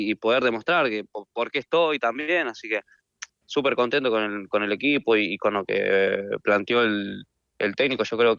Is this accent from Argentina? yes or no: yes; Tierra del Fuego, Argentina; also born or lived in Salta; Yo nací en Salta y me crié en Tierra del Fuego, de una punta a la otra.